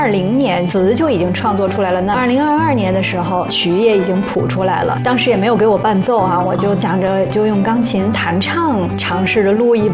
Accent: Beijing, China; 我从小在北京长大嘛，所以唱了这样的一首歌，我们很多北京的同学朋友很惊讶

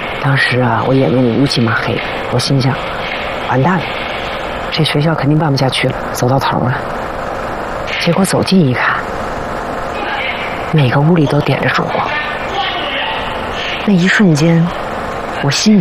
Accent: Northeast China, China; 我跟你讲啊，我小时候在东北，好多

